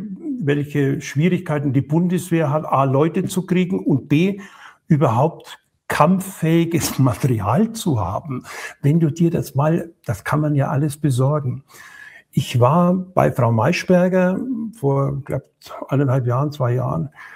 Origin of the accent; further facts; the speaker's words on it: West Germany, Germany; Wenn du mit den Leuten hier redest, dann erzählen die dir Dinge, die du als Wessi einfach nicht mitbekommen hast, weil du das Leben hier so ja nicht kanntest.